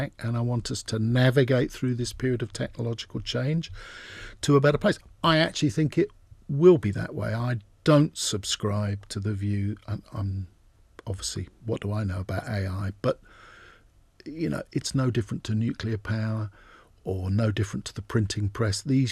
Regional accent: United Kingdom; I'm just talking now from as a Brit.

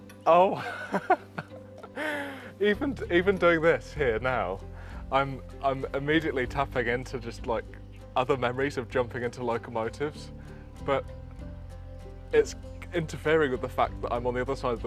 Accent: London, United Kingdom; I grew up in London, next to Willesden Junction

